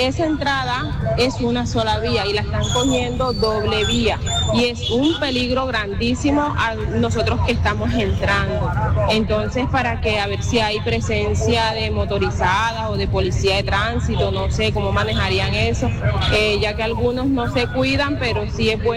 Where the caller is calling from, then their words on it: Sincelejo, Sucre, Colombia; Me reporto desde acá, desde el mercado de Sincelejo, el mercado nuevo.